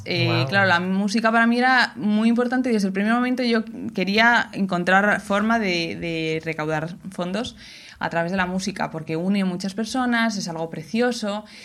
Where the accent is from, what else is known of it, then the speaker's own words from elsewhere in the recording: Madrid, Community of Madrid, Spain; now in Mieres, Spain; donde vivimos ahora, que vivimos en Mieres, porque yo soy de Madrid, pero vivimos en Asturias